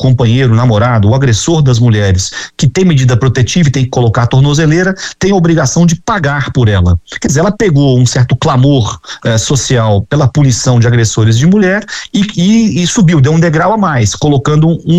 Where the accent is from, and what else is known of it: Rio de Janeiro, Brazil